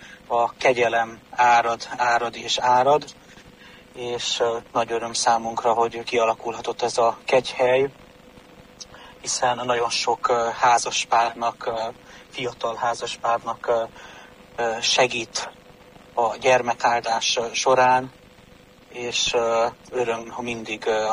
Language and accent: Hungarian; Transylvania, Romania; moved away as an adult; now in Siófok, Hungary; Én is erdélyi gyerek vagyok.